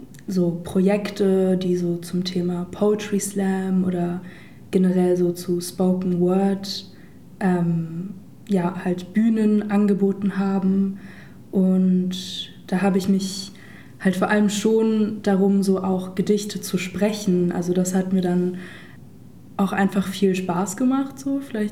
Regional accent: Berlin, Germany; ich komme auch aus Kreuzberg

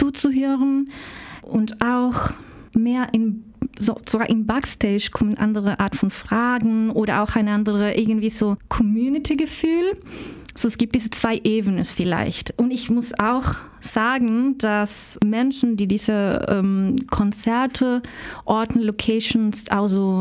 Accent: Chile; German is a second language; moved away; Ich komme aus Chile, aus Lateinamerika

